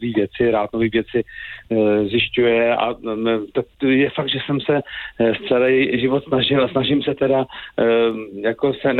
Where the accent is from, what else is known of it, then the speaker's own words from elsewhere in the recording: Žatec, Ústí nad Labem Region, Czechia; jsem byl kluk ze Žadce, z malého města